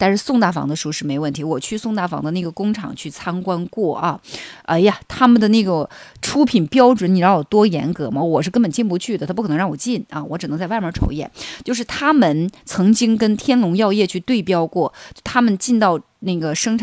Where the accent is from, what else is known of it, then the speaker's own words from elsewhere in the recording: China; 我们中国人吃鱼生的历史是非常非常悠久的